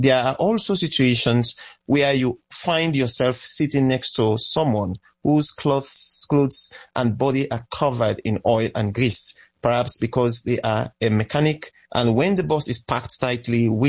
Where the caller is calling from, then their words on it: Freetown, Western Area, Sierra Leone; I'm speaking from Freetown, Sierra Leone.